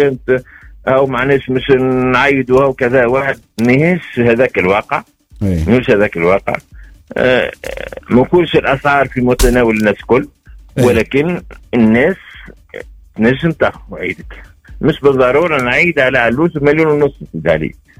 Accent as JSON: {"language": "Arabic", "country": "Tunisia"}